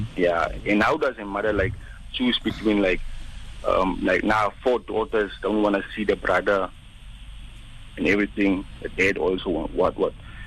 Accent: Windhoek, Khomas, Namibia; in my hometown, but I mean, the capital city

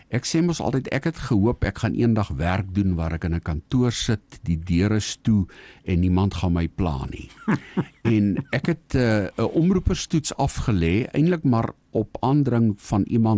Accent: Namibia; Nee, ek kom uit Namibia uit. Ek het skool gegaan hier in 'n stoel universiteit toe.

